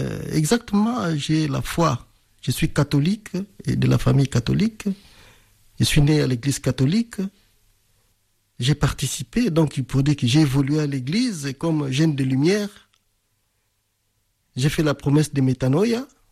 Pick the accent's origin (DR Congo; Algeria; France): DR Congo; now in Angola; J'ai quitté la République démocratique du Congo pour l'Angola, vous venez de dire, vu que la situation que j'ai traversée était de plus en plus compliquée.